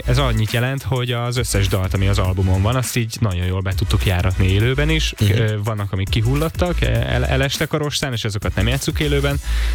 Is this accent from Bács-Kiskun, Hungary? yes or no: no; Szolnok, Jász-Nagykun-Szolnok, Hungary; ha már szolnokiak vagyunk